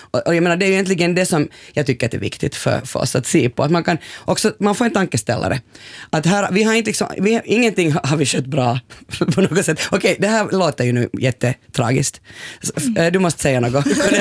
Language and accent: Swedish; Porvoo, Uusimaa, Finland; jag är uppvuxen i Borgå på 80-talet.